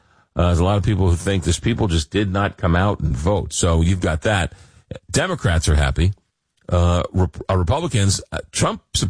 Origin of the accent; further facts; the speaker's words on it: East Coast, United States; now in St. Louis, United States; I didn't know what barbecue was growing up on the East Coast. I had to come to St. Louis in the Midwest to learn what good barbecue was all about.